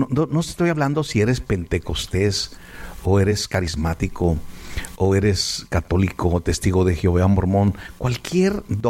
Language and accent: Spanish; Ciudad Juárez, Chihuahua, Mexico; now in Los Angeles, United States; Nosotros no somos de Los Ángeles, estamos en Los Ángeles. En cada estado que estamos, nosotros somos de Ciudad Juárez. Y no estábamos ni en Ciudad Juárez, pero deseábamos estar en nuestro México lindo y querido.